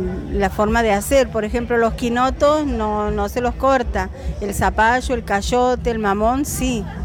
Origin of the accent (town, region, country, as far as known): La Banda, Santiago del Estero, Argentina